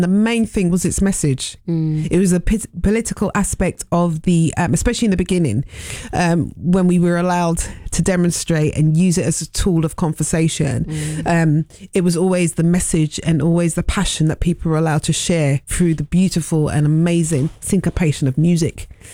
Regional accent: Ghana; Shout out to the Jamaicans. Shout out, even though we come from Ghana.

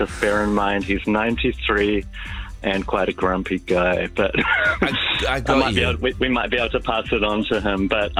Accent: South Island, New Zealand; I'm a New Zealander. I grew up here in the South Island of New Zealand.

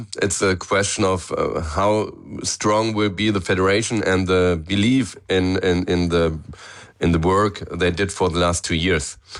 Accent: Mainz, Rhineland-Palatinate, Germany; the club Mainz, in my hometown

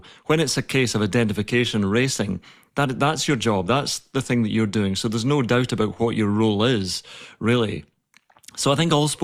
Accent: Scotland, United Kingdom; I'm from the West Coast

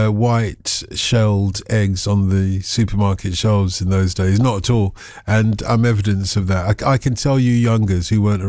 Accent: Tottenham, London, United Kingdom; I remember from the 1970s, and I grew up in Tottenham, and there used to be a huge shop run by an old geezer

